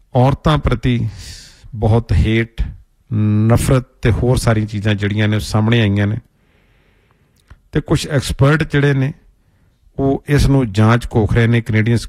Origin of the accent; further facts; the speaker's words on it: Punjab, India; now in Canada; ਅਸੀਂ ਪੰਜਾਬ ਤੋਂ ਆਏ ਹਾਂ ਅਤੇ ਜਿਸ ਖਿੱਤੇ 'ਚੋਂ ਆਏ ਹਾਂ ਉੱਥੇ ਅਫੀਮ ਜਿਹੜੀ ਹੈ ਜੀ, ਓਪੀਅਮ ਹੈ, ਉਸ ਦੇ ਬਾਰੇ ਅਸੀਂ ਚੰਗੀ ਤਰ੍ਹਾਂ ਜਾਣਦੇ ਹਾਂ